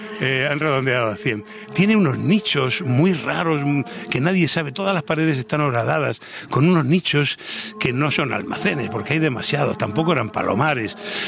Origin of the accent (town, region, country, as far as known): Region of Murcia, Spain